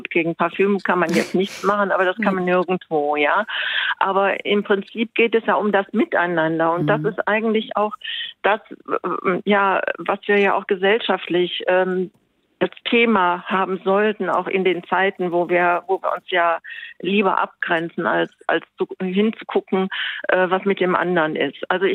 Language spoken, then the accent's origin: German; Mönchengladbach, North Rhine-Westphalia, Germany; Ich komme aus Mönchengladbach, wir haben das Problem auch ziemlich stark.